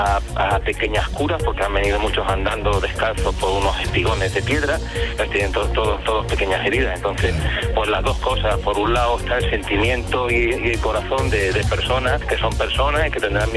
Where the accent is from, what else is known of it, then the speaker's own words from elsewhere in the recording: Ceuta, Spain; Por un lado, yo siento como ceutí, como español, siento que esto es una invasión.